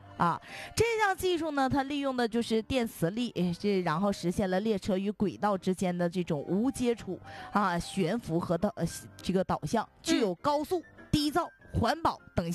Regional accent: China

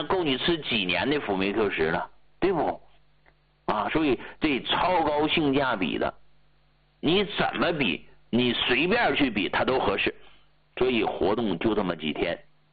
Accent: Tianjin, China; 你就像咱们天津人那边常说的。

